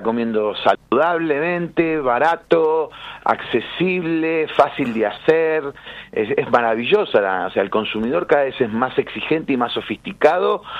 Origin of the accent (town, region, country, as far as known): Argentina